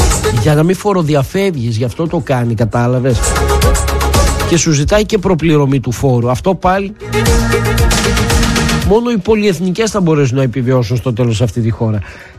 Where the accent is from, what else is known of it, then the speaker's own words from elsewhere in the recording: Greece; Δεν αποδεικνύουμε και ιδιαίτερα ότι είμαστε Έλληνες.